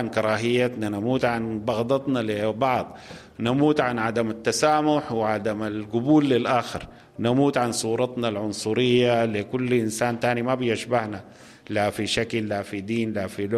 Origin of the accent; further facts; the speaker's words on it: Sudan; احنا كسودانيين